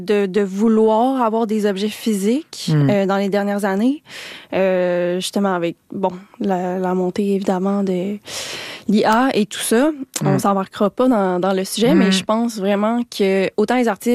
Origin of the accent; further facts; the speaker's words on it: Quebec City, Quebec, Canada; now in Montreal, Canada; je viens de Québec.